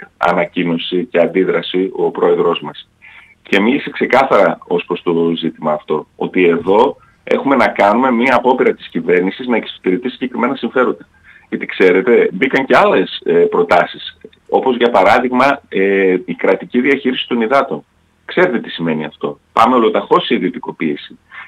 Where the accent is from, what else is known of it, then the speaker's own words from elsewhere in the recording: Trikala, Thessaly, Greece; επειδή είμαι και από τη Θεσσαλία, από τα Τρίκαλα